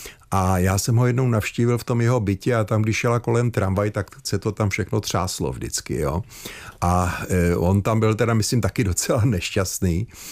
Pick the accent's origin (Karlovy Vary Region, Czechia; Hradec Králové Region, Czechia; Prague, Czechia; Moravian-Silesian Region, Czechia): Prague, Czechia; Za mýho dětství v Praze bylo kolem stovky, dneska jich je asi 5.